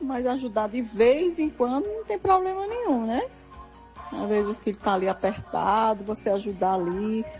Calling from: Petrolina, Pernambuco, Brazil; Aqui quem fala é … aqui da cidade de Petrolina, Pernambuco.

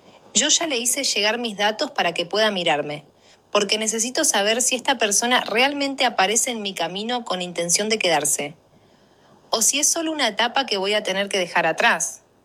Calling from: San José de Mayo, San José, Uruguay; Nací el 11 de noviembre de 1984 y estoy llamando desde San José de Mayo.

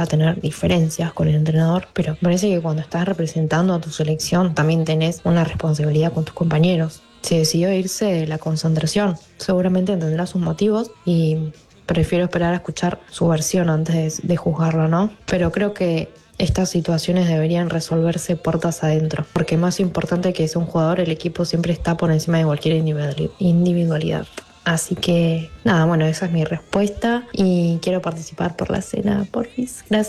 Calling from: Buenos Aires, Argentina; de Buenos Aires, capital.

